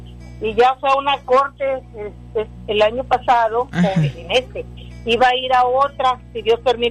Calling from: Mission, Texas, United States; De aquí, de Misión, hermana.

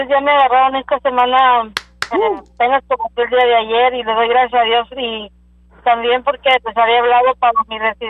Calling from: Alton, Texas, United States; de acá de Alton, Texas.

